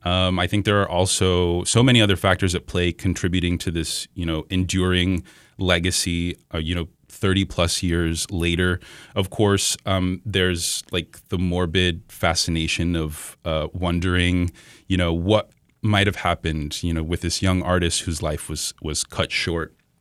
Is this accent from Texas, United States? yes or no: yes; Texas, United States; you know, I grew up in Texas, where … legacy, I think, is especially like present.